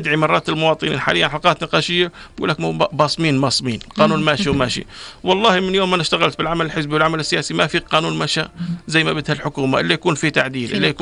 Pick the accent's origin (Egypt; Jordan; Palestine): Jordan; انا مواطن اردني